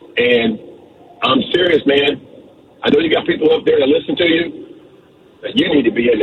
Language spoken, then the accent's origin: English; Ohio, United States; I'm the guy from Ohio